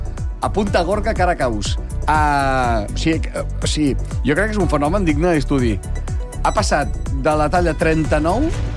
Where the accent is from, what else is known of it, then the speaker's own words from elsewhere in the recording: Caldes d'Estrac, Catalonia, Spain; Caldes d'Estrac. El meu poble